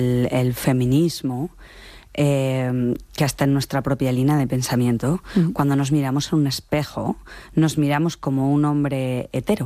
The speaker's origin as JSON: {"language": "Spanish", "country": "Spain", "tie": "born or raised there", "said": "Mi pueblo estaba entre medio de Zaragoza y Madrid, y entonces había mucho tráfico los domingos de la gente que iba a ver, bueno, pues que volvía de Madrid o que iba hacia Madrid. Y entonces es una zona donde se cultivaban cerezas."}